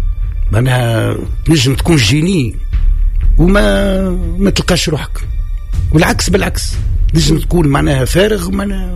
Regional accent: Tunisia; born there; وأنا نسكن في الأسواق غديك، فكنت معناها صغير

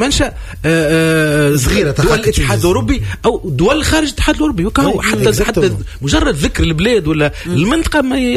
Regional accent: Tunisia; هون في في بلادنا

